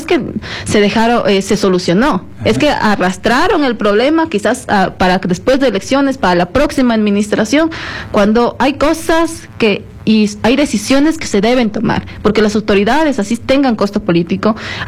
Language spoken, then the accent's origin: Spanish; Quito, Pichincha, Ecuador; Yo soy quiteña, yo soy de Calderón, soy de la ruralidad